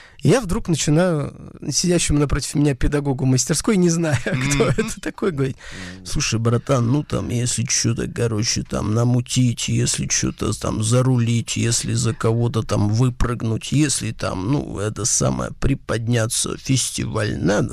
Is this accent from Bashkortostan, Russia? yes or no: no; Murmansk, Murmansk Oblast, Russia; И уезжаю в родной город Мурманск в этом шоке, где мама моя